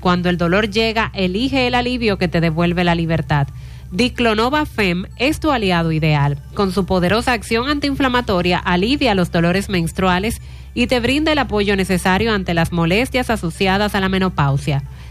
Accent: Dominican Republic; born there; also born or lived in Venezuela; Nací en Venezuela, pero mis padres son dominicanos. Ambos padres.

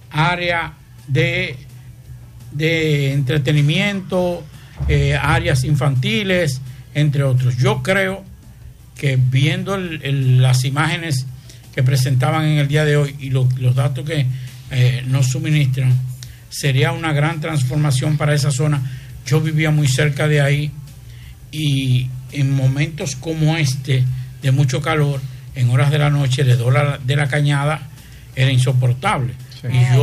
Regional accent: Santiago de los Caballeros, Santiago, Dominican Republic; soy santiaguero y vivo en Santiago.

